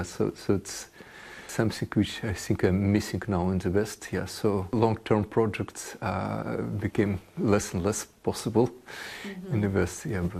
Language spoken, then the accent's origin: English; Russia; English is a second language; No, see, because I'm from Russia